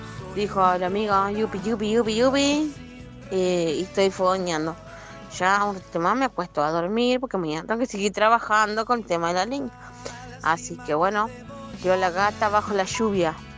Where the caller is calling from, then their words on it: Las Tunas, Entre Ríos, Argentina; de Las Tunas.